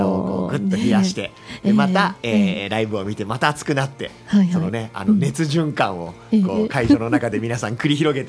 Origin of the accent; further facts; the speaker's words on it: Koshigaya, Saitama, Japan; now in Kasukabe, Japan; もともと越谷出身なんですけど、今は春日部市民です